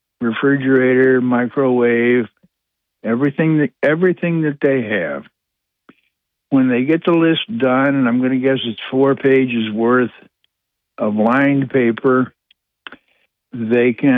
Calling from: Owego, New York, United States; from Wego.

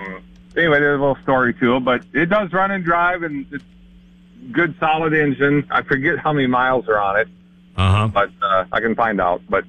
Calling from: Chancellor, South Dakota, United States; from Chancellor.

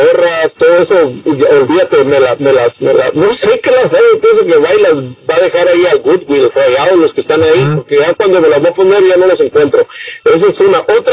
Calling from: Los Angeles, California, United States; soy de Los Ángeles.

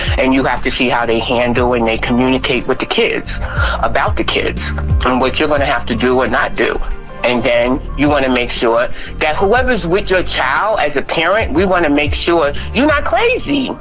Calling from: Harlem, New York, United States; from Harlem.

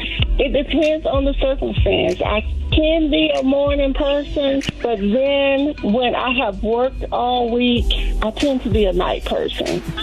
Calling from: Georgia, United States; I am calling from Georgia.

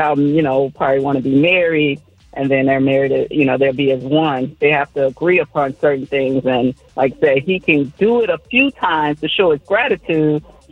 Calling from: Indiana, United States; In Indiana.

